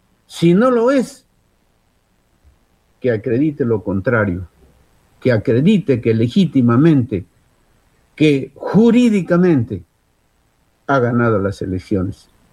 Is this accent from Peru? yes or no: yes; Peru; En mi país no hay democracia.